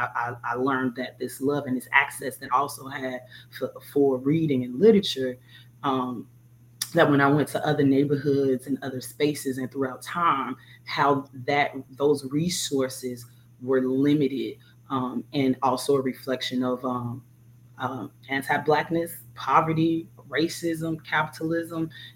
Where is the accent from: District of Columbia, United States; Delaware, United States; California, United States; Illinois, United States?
Illinois, United States; Chicago; I grew up near North and the low end, which we call Bronzeville